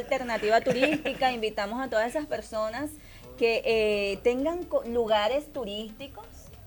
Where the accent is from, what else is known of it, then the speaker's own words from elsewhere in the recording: Aragua, Venezuela; soy de Aragua y no he ido.